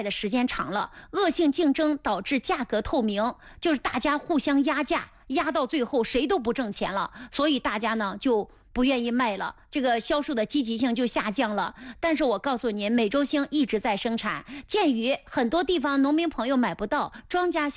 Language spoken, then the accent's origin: Chinese; Mengcheng, Anhui, China; 我的老家是蒙城，那里就是皖西北啊。原来归阜阳，后来归亳州，那里就是皖西北，属于皖北区域啊。